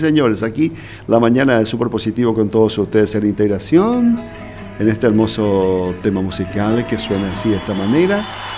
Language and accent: Spanish; Paraguay